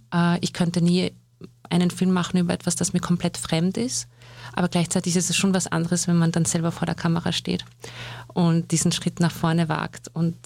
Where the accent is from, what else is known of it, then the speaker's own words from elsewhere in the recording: Upper Austria, Austria; Ein Stück weit schon, natürlich, weil einfach sehr die prägendsten Jahre meines Lebens hier verbracht wurden und das ist halt doch von 6 bis 18